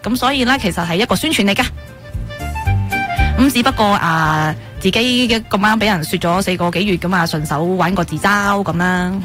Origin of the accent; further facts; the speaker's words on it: Hong Kong; 我作为香港人